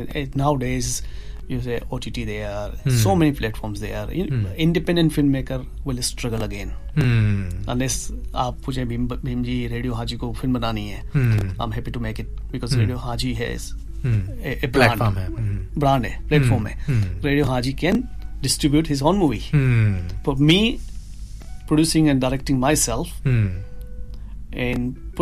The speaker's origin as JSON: {"language": "Hindi", "region": "Rajasthan", "country": "India", "said": "मैं तो राजस्थान से हूँ मारवाड़ी खून है"}